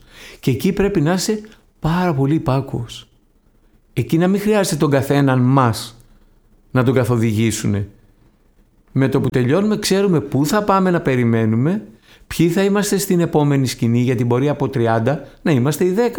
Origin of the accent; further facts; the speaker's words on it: Athens, Attica, Greece; εγώ που μεγάλωσα στα Πατήσια